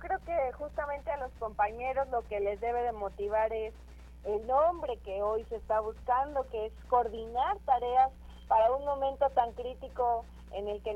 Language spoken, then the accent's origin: Spanish; Tlanalapan, Puebla, Mexico; en mi pueblo, en Tlanalapan